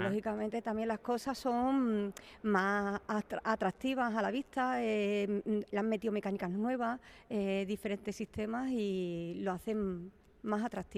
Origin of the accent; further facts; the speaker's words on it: Cáceres, Extremadura, Spain; Hola, buenas … venimos desde Ludi Cáceres, desde Cáceres.